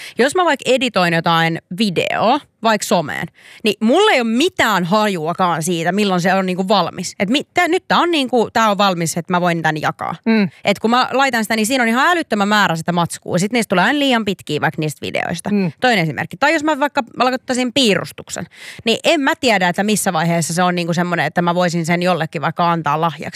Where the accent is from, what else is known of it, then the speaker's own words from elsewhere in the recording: Turku, Southwest Finland, Finland; mä en tiedä miksi mä oon turkulainen